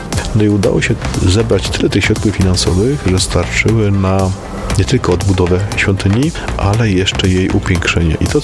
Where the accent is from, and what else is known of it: Kalisz, Greater Poland Voivodeship, Poland; born there